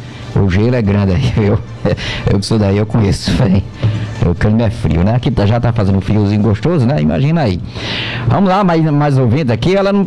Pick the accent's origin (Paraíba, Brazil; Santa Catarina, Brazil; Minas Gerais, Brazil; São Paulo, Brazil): Paraíba, Brazil; Campina Grande; born there; moved away; Tá lá em Campina Grande, tá lá na minha terra, né?